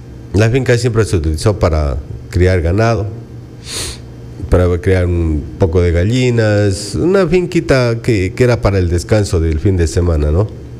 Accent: Zamora, Zamora-Chinchipe, Ecuador; also born or lived in Spain; yo soy zamorano, ya tengo 51 años recién cumpliditos

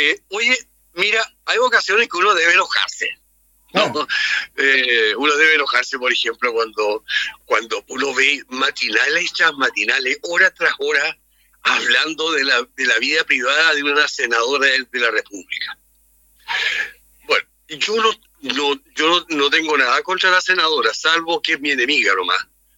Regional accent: Ancud, Los Lagos, Chile; born there; now in Melipilla, Chile; Yo nací en Ancud, así que todavía me acordaba de algunas calles, de algunas casas.

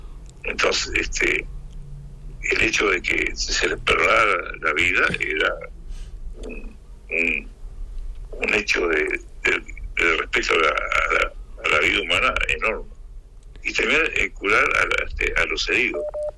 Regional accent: Uruguay; como uruguayo, como maestro

